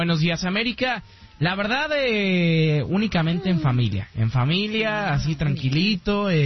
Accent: Mexico

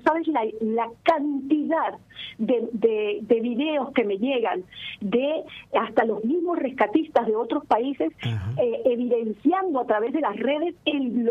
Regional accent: Caracas, Capital District, Venezuela; now in Argentina; De Caracas, la capital.

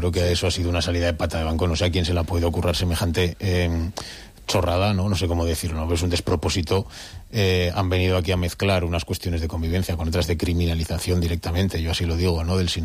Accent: Spain; cuando yo era crío, que yo soy de las Delicias, antes de que existiera el parque

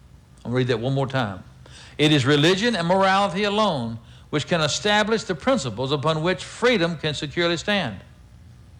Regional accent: United States

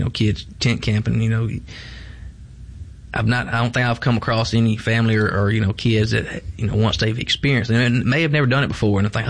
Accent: Morton, Mississippi, United States; You say Morton.

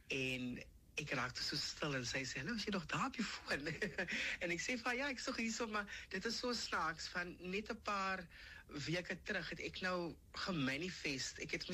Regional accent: Bellville, Western Cape, South Africa; 36 jaar oud. En ek het my hele lewe lank het ek groot geword in die Belleville area, daar skool gegaan by tegniese skool

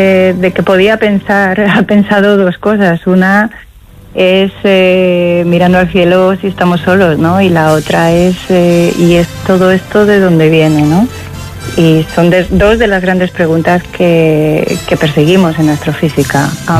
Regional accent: Palencia, Castile and León, Spain; moved away as an adult; now in La Palma, Spain; para todos los palentinos que nos vamos fuera para ejercer nuestra profesión

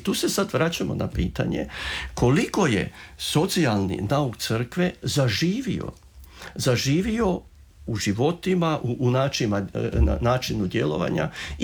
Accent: Croatia

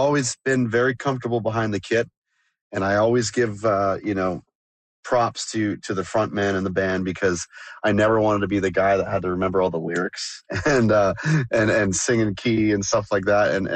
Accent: North Bay, Ontario, Canada; born or raised there

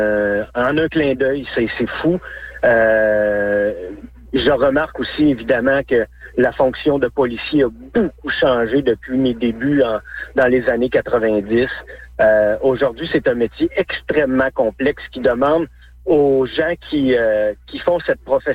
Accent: Quebec, Canada; born or raised there; also born or lived in Saguenay-Lac-Saint-Jean

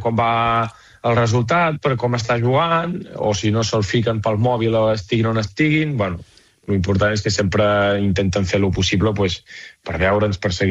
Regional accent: Vic, Catalonia, Spain; Va, és normal, jo soc de Vic, què vols, fill meu?

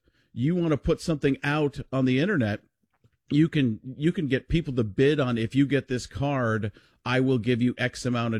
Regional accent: Waukesha, Wisconsin, United States; where I grew up in Waukesha

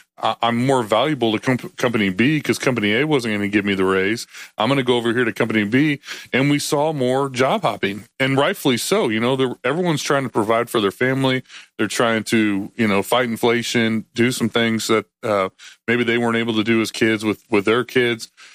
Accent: Iowa, United States; I grew up in Northwest Iowa. I grew up on a farm.

